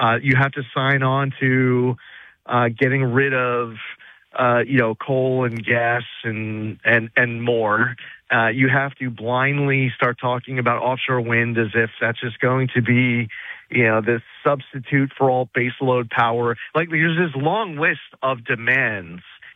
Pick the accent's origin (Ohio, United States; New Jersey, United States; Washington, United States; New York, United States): New York, United States; I'm from New York.